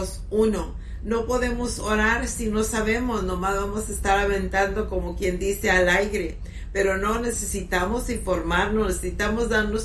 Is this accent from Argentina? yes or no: no; United States; born there; yo y toda mi familia nacimos aquí en Estados Unidos